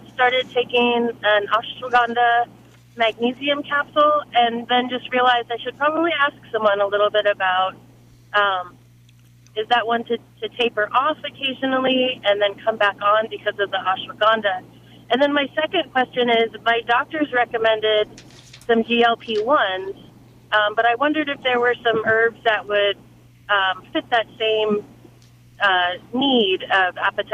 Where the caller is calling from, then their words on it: Crescent City, United States; I'm from Crescent City